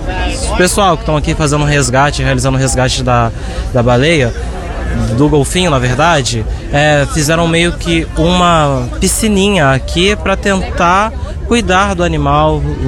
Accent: Minas Gerais, Brazil; moved away

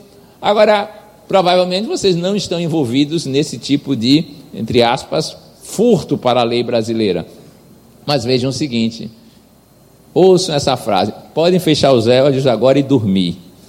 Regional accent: Serrinha, Bahia, Brazil; na cadeia da minha terra em Serrinha

